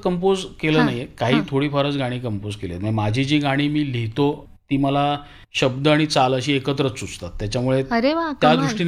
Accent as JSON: {"language": "Marathi", "region": "Maharashtra", "country": "India", "first_language": "Marathi", "said": "आता मी मराठी भाषिक आहे"}